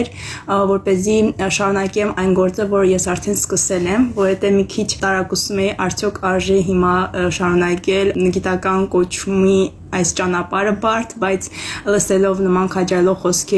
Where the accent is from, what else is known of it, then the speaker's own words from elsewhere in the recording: Armenia; նրանք հարցնում էին, որտեղից եք, ասում ես Հայաստանից